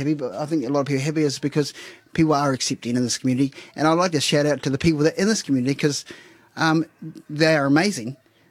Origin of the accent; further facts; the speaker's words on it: Plymouth, South West England, United Kingdom; now in Paekakariki, New Zealand; I'm from Plymouth, and I've been to a lot of places, and I've lived in a lot of places. But Paikakariki has a bunch of cool people.